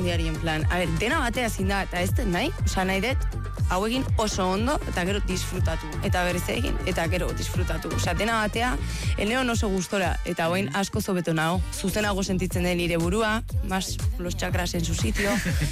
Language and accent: Basque; Hernani, Basque Country, Spain; jakinda ni hernanikoa naizela, eta nire herria asko aixola zaitela.